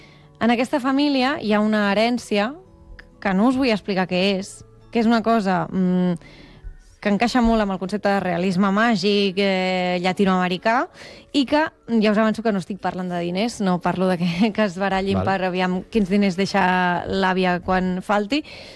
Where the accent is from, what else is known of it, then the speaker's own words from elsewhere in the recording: Martorell, Catalonia, Spain; jo sóc de Martorell, però tampoc és que vingui de l'altra punta del món.